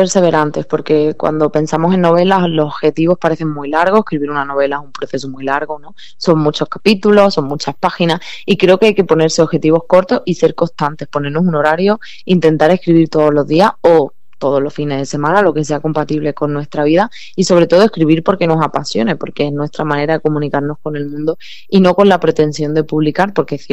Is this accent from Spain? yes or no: yes; Andalusia, Spain; Como andaluza, además, me siento en la obligación de ambientar novelas en mi tierra